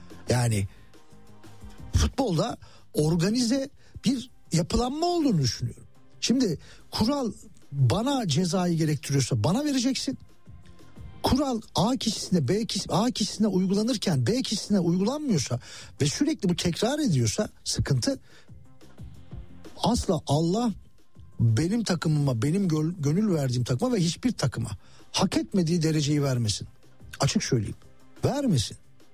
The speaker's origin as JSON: {"language": "Turkish", "area": "Muş", "region": "Muş Province", "country": "Turkey", "tie": "born there", "moved": "yes", "said": "Muşspor'u takip ediyorum. Memleketimin takımı."}